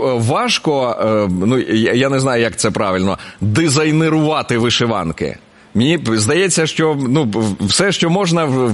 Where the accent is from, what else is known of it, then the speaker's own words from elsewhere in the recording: Dnipropetrovsk Oblast, Ukraine; Дніпропетровщина.